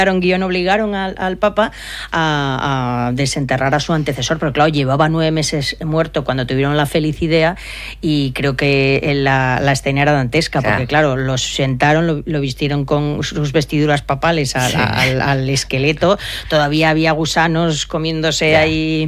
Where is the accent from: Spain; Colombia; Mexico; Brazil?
Spain; Peralta, Navarre; la siguiente vez que fui a mi pueblo, a Peralta, en Navarra, el párroco me dijo: oye, me han dicho mis padres que me puedes pegar.